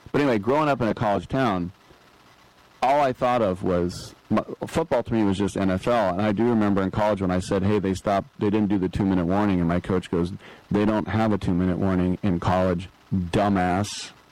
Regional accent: Berkeley, California, United States; And most of it has to do with just growing up in the Berkeley area and seeing how pathetic Cal is year in and year out.

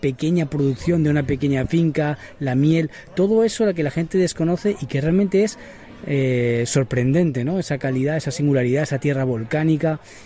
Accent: Barcelona, Catalonia, Spain; moved away as an adult; now in Gran Canaria, Spain; yo no soy de aquí, soy de Barcelona, hace 15 años

